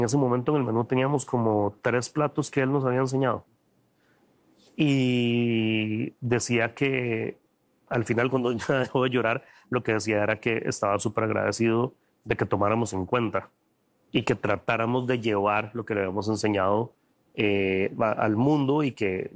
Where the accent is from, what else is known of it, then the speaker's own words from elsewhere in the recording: Costa Rica; para nosotros como costarricenses